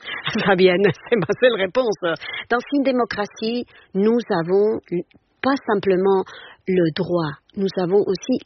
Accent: Spain; French is a second language; il y a plus ici en France, il y a plus chez moi en Espagne.

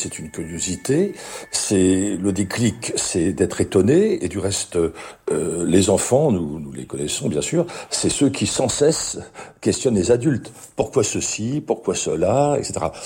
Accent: France; chez nous en France

